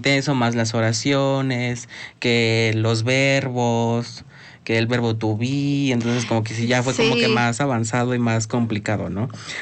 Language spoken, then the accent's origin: Spanish; Mexico; accent: cantadito